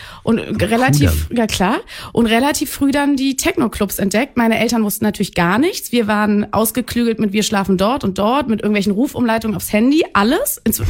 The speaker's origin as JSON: {"language": "German", "region": "Berlin", "country": "Germany", "tie": "born or raised there", "said": "ich bin in Berlin groß geworden"}